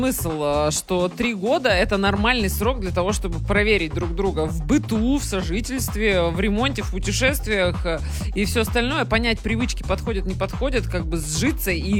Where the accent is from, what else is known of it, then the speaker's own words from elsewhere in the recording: Belarus; Я из Беларуси, у нас по закону, если попадешь в больницу в тяжелом состоянии, второй половине не сообщат об этом и не пустят тоже.